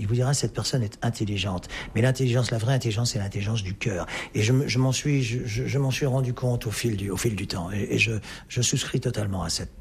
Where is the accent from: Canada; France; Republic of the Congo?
France; born there; ce qui est ma demi-nationalité vu que je suis né en France, de mère néerlandaise.